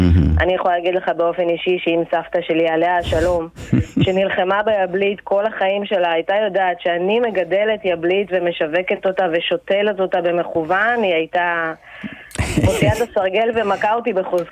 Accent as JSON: {"language": "Hebrew", "region": "Haifa District", "country": "Israel", "tie": "born or raised there", "said": "הבית ספר של הילדות שלי, בחוף הכרמל"}